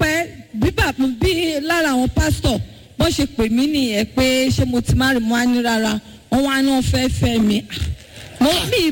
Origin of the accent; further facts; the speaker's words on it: Lagos, Nigeria; Ni mo ma wa lati Eko ni mo ti wa